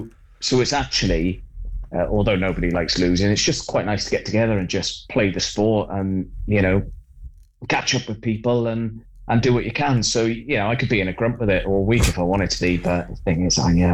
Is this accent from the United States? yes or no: no; Wales, United Kingdom; I quite like that, being a Welshman myself.